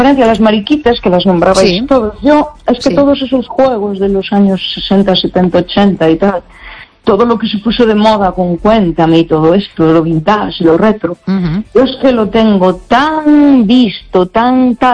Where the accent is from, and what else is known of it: Galicia, Spain